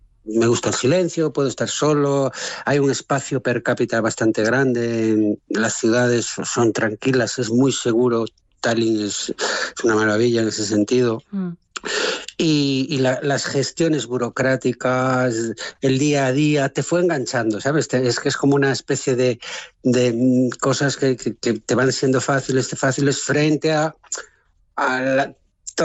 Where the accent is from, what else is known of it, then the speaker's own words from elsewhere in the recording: Galicia, Spain; now in Estonia; yo soy gallego